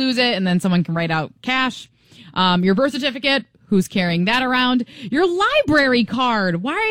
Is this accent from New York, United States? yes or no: no; Michigan, United States; moved away; I am from Michigan, where Canada is right next door.